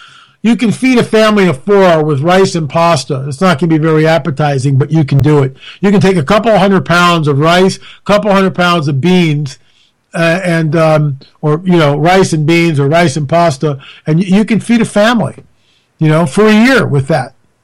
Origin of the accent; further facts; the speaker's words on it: Sydney, New South Wales, Australia; I'm from Sydney, Australia. Good day.